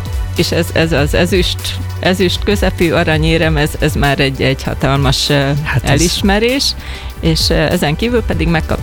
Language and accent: Hungarian; Hungary; now in England; én magyar vagyok